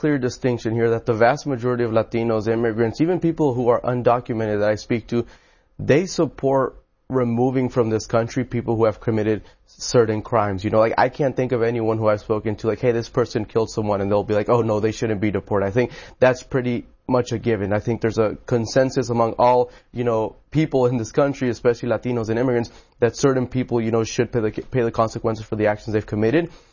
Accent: College Station, Texas, United States; Well, so I grew up in College Station, Texas. You know, it's a pretty conservative place, and you get a lot of diversity and hear from a lot of people.

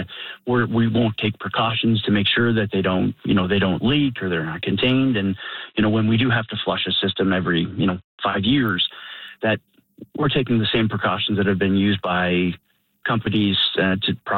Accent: New Brunswick, Canada; I grew up in Brunswick. This is my friends and family live here.

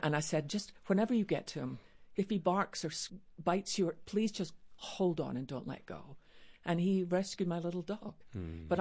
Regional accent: Scotland, United Kingdom; when I was growing up in Scotland in our little church, I loved our Tuesday night prayer meeting.

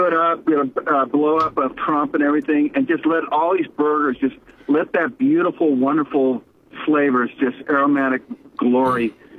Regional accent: California, United States; You know, I'm from California, so whatever.

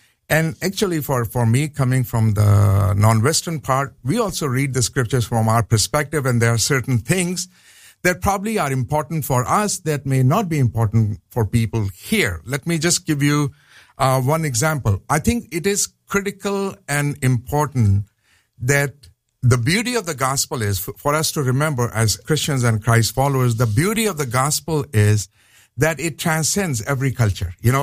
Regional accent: Pakistan; moved away as an adult; also born or lived in South Korea; I was born and raised in Pakistan, and we don't have pork, right?

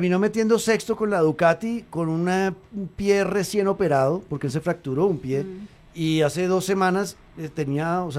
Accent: Colombia; O sea, yo soy el típico colombiano que se alegra si a los rivales de los colombianos les va mal.

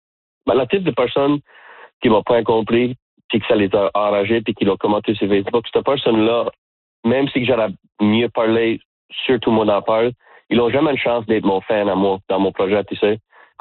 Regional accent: Canada; accent: accent of la Baie (Acadian); je te parle puis je m'attrape à quasiment changer mon accent. Normalement, quand je parle avec du monde qui vient pas de la baie, j'ai tendance à aplatir mon accent.

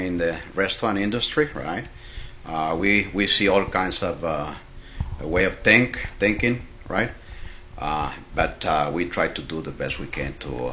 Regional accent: Durango, Mexico; born there; English is a second language; moved away; Well, I was born in Mexico, Durango State, and it's been like a family-owned business since I was little.

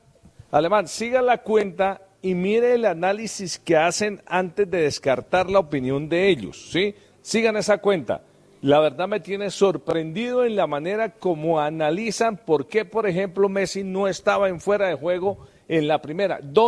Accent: Netherlands; Y soy holandés.

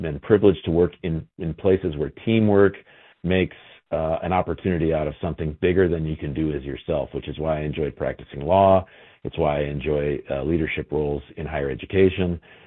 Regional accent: Kalamazoo, Michigan, United States; born there; I was born in Kalamazoo. My dad was an immigrant and my mom was a poor kid from Battle Creek

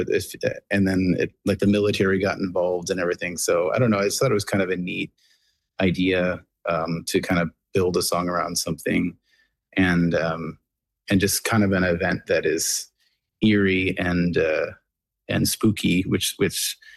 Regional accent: Nova Scotia, Canada; I heard about the story, but I didn't realize how close it was to my hometown. Because it was the Shag Harbor, and I always knew the town as Clark's Harbor

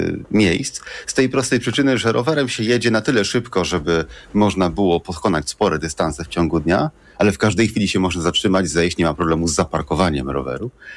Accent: Poznań, Greater Poland Voivodeship, Poland; ja jestem z Poznania i przyzwyczajony do tego, że teren jest płaski, porośnięty zbożem i że jest gęsto zalodniony, bo tak mniej więcej wygląda Wielkopolska.

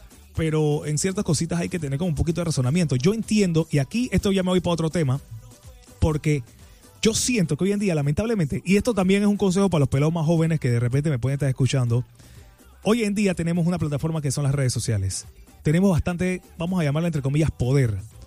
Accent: Panama; porque somos panameños

